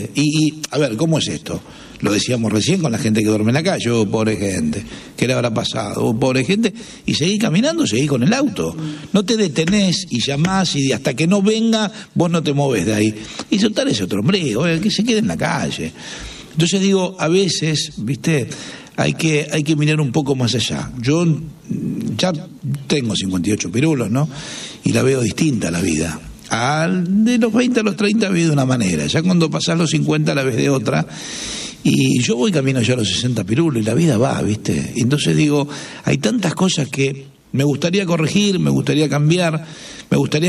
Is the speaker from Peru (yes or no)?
no; Argentina; ¿qué más nos tiene que pasar como argentinos para darnos cuenta?